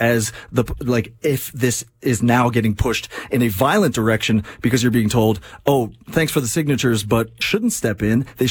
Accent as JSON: {"language": "English", "region": "Quebec", "country": "Canada", "said": "I come from Quebec, right? So in 1995, I was living during the Quebec separatist movement."}